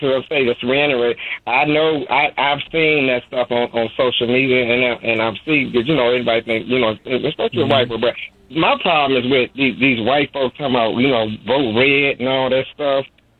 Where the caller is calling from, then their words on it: Chicago, Illinois, United States; I'm from the West Side, okay? Matter of fact, the West Suburbs.